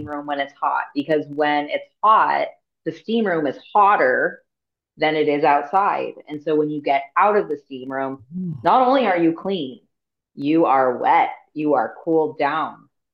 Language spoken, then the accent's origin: English; Bay Area, California, United States; moved away as an adult; now in Southern California, United States; I'm actually from the Bay Area. I just live in Southern California now because of life circumstances brought me here. But I'm from, like I said, the Northern California. So I lived up there until 2019, and then I moved here.